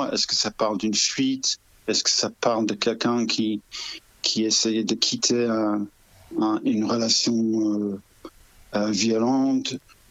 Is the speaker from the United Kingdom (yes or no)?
yes; England, United Kingdom; accent: English; French is a second language; moved away; Moi, je suis anglais, vous aurez compris par l'accent.